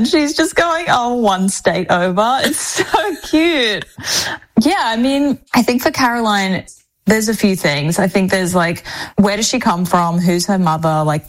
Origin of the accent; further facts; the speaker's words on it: Australia; accent: Australian